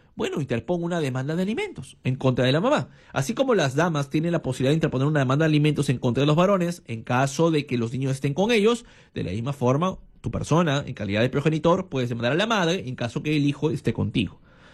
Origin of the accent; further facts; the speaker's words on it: Chiclayo, Lambayeque, Peru; moved away; Y es el equipo de mi tierra. Mi Chiclayo lindo y querido.